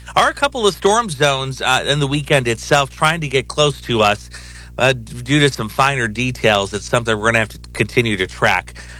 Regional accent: Sterling, Illinois, United States; moved away; I was back home in my hometown of Sterling.

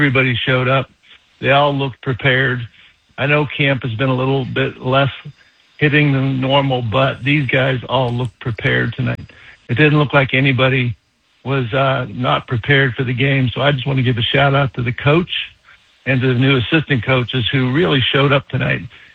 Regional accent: Conneaut Lake, Pennsylvania, United States; now in Charlotte, United States; Here in Charlotte, you welcome us every, you know, we get to hear you every day, but I'm originally from Conneaut Lake.

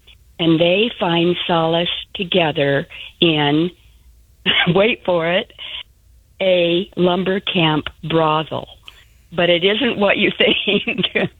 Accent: Iowa, United States; now in Milwaukee, United States; my husband and I grew up in Iowa, and we moved to Wisconsin. We were going to actually move to Chicago, but we ended up in Milwaukee

